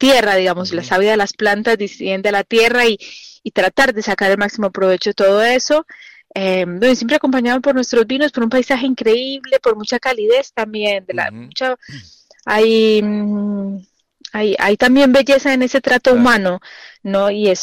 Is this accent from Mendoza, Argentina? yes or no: yes; Mendoza, Argentina; el segundo es el fuego, que también nos da esa identidad como mendocinos y como Argentina, ¿no?